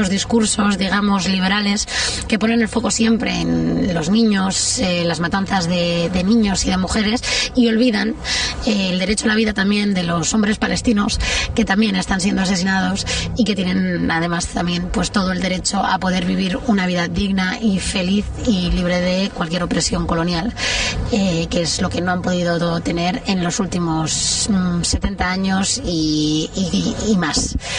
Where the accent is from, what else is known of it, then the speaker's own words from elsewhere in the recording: Madrid, Community of Madrid, Spain; now in Mallorca, Spain; madrileña, ahora mismo viviendo en Mallorca